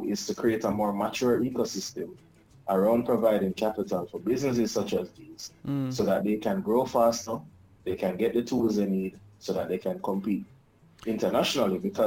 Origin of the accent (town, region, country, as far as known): Jamaica